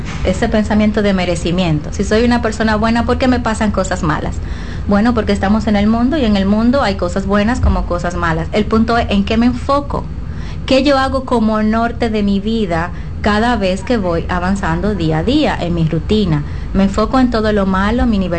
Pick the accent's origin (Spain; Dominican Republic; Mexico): Dominican Republic